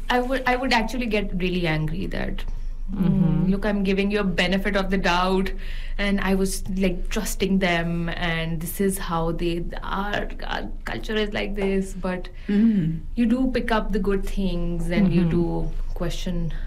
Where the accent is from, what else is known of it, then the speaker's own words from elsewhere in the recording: Pakistan; now in New Zealand; when I moved from Pakistan here